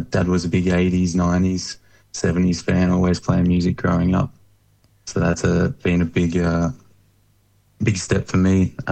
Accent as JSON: {"language": "English", "town": "Lakes Entrance", "region": "Victoria", "country": "Australia", "tie": "born or raised there", "said": "I grew up in Lakes Entrance on the edge of the world there in Victoria, on the beach in the country."}